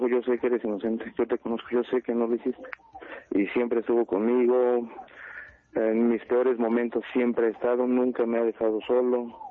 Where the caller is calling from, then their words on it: Naucalpan de Juárez, State of Mexico, Mexico; Naucalpan de Juárez.